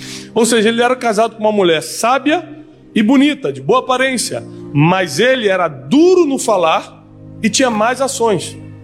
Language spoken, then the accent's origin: Portuguese; Rio de Janeiro, Brazil; eu cresci no Rio de Janeiro. Então, a polícia do Rio de Janeiro é corrupta.